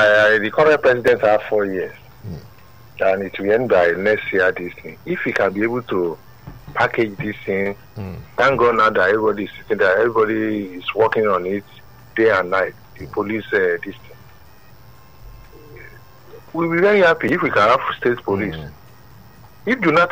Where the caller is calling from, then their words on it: Ogba, Lagos, Nigeria; I'm calling from Ogba.